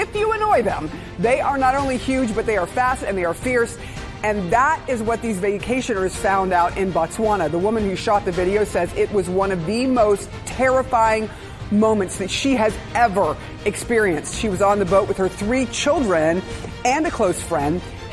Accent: Florida, United States; I'm from Florida.

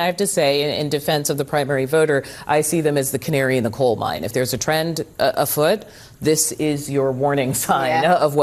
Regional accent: Boston, Massachusetts, United States; moved away; Live look at my hometown.

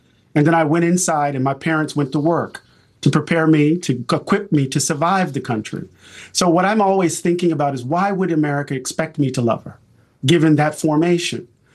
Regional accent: Moss Point, Mississippi, United States; I grew up in Mississippi. My dad was the second African-American hired at the post office in Pascagoula, Mississippi. He moved us to the other side of town in Moss Point

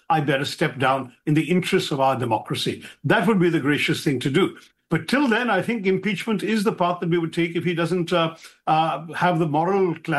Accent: India; I, too, as an Indian

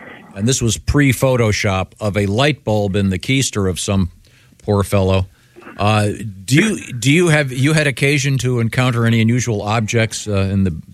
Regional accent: Cleveland, Ohio, United States; Doctor, I grew up in the Cleveland area, and we used to get matches called Ohio Blue Tips.

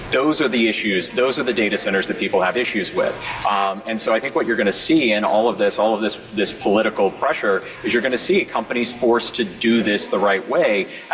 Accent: Alabama, United States; There's a data center Paul referenced, my home state of Alabama.

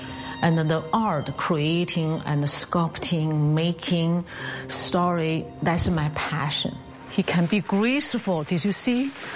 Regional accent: Beijing, China; English is a second language; moved away as an adult; now in United States; I'm a puppet artist. My company name is Visual Expressions. I'm born from Beijing, China, and then I moved to America 2000.

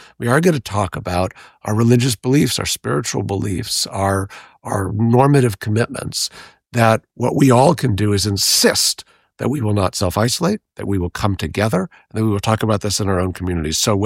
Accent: New York City, New York, United States; So I'm a New Yorker through and through. I'm a fourth generation New Yorker. And I grew up in New York during what, prior to the present moment, really had been kind of the prior peak homelessness crisis in New York in the 1970s, 1980s

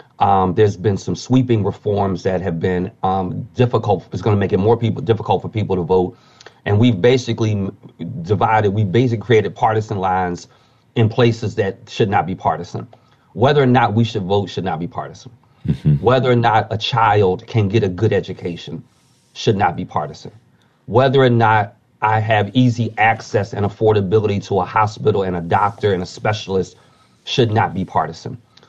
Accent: Philadelphia, Pennsylvania, United States; I'm from Philadelphia, as you know.

